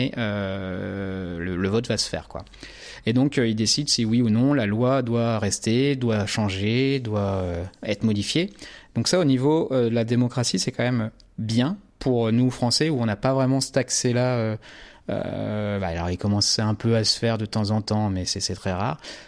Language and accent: French; France; nous, on est Français